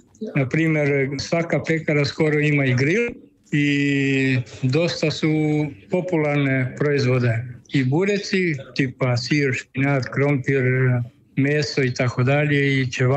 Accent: Croatia; now in Germany; kod nas na Jadranu, u Hrvatskoj na more

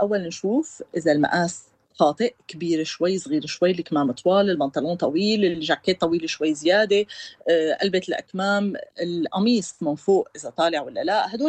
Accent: Syria; صراحة سألت على الموضوع لأني أكيد بهمني

